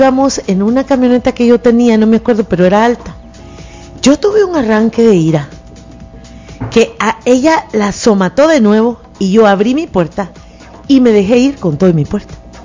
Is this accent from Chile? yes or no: no; Guatemala; como mujer guatemalteca, como locutora, como mujer guatemalteca y locutora.